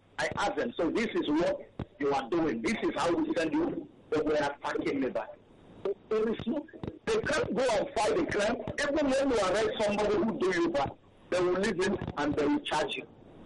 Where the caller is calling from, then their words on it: Ojo, Alaba, Lagos, Nigeria; I'm calling you from the Ojo Alaba area.